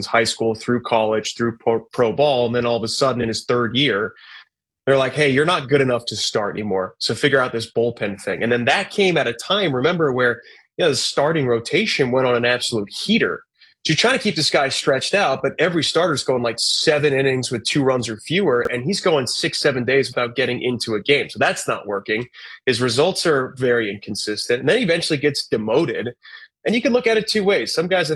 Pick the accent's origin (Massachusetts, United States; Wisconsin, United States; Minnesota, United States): Massachusetts, United States; accent: Boston; For the thousands of listeners, they don't want to hear my crappy Boston accent.